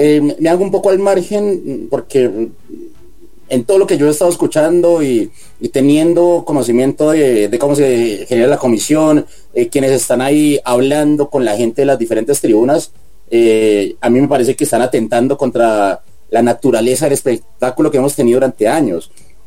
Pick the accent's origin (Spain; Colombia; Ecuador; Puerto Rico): Colombia; yo, siendo colombiano